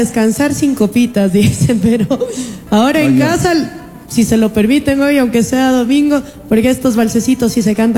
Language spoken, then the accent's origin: Spanish; Ecuador; como ecuatorianos nos conocen por alegrarnos con música triste.